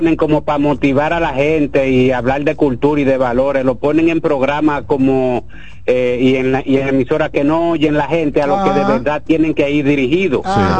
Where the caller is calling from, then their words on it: Santo Domingo Este, Santo Domingo, Dominican Republic; Santo Domingo Este.